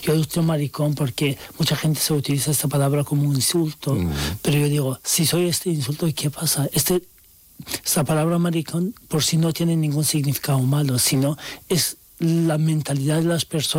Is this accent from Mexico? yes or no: no; Turkey; now in Spain